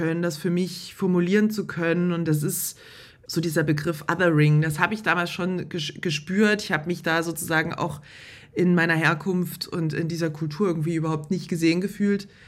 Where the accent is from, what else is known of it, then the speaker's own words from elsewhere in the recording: East Germany, Germany; now in Cologne, Germany; Also ich sag immer eigentlich, seit 2010, da bin ich nach Köln gezogen, seitdem habe ich eine ostdeutsche Identität irgendwie.